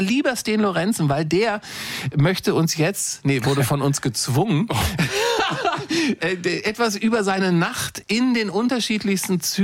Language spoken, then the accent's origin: German; Lower Saxony, Germany; born there; Ich bin da geboren in der Nähe von Wolfsburg. Vielleicht wart ihr ja mal in meinem Heimatort.